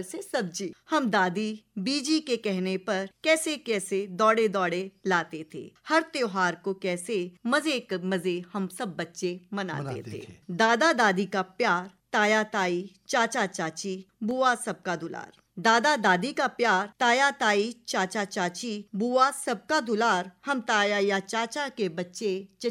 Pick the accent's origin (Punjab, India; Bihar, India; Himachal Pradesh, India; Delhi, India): Himachal Pradesh, India; Guler; born there; moved away; हमारे गांव गुलेर पे ही एक कविता है।